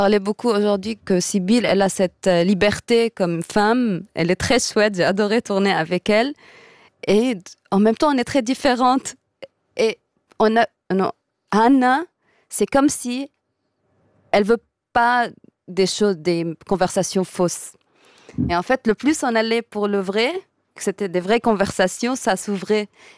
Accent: Lebanon; moved away; 2015, je suis rentrée au Liban.

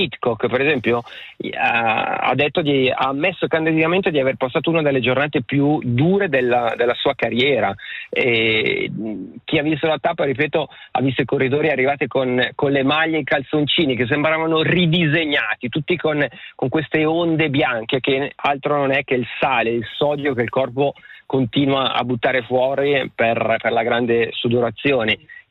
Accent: Stabio, Ticino, Switzerland; io sono di Stabio

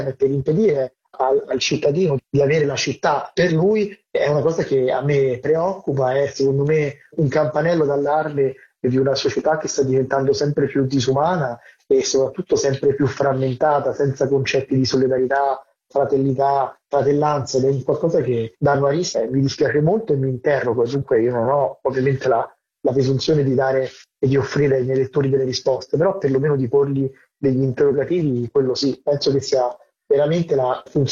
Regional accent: Rome, Lazio, Italy; born or raised there

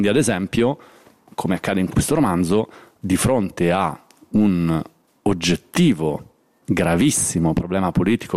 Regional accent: Milan, Lombardy, Italy; io sono cresciuto a Milano in la stagione in cui gli spazi di alternativa sociale, che fossero occupati, autogestiti, di ogni tipo, erano tantissimi

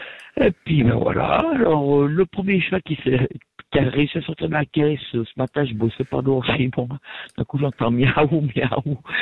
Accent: Valais, Switzerland

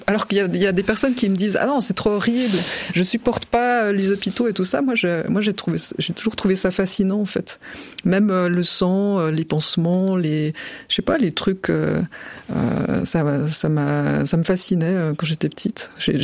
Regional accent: Corsier, Vaud, Switzerland; born or raised there; also born or lived in Vevey

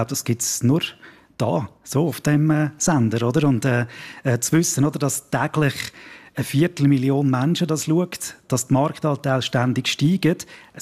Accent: Steinen, Schwyz, Switzerland; Ja gut, ich bin aus dem Zuckerland, oder mit Betonung auf Land. Und ich bin auch aufgewachsen mit der Steiner Kilbi und mit dem … so weiter.

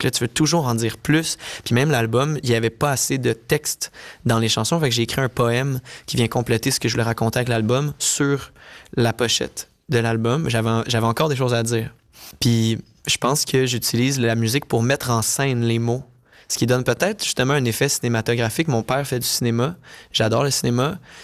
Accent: Saint-Hyacinthe, Quebec, Canada; je viens de Saint-Hyacinthe au Québec, au Canada.

